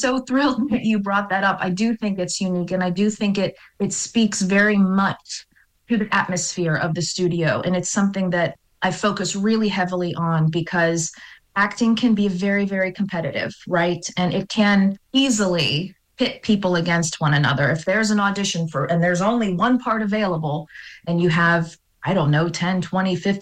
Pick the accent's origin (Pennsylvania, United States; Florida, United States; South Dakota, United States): Pennsylvania, United States; McKees Rocks; Well, I grew up in McKees Rocks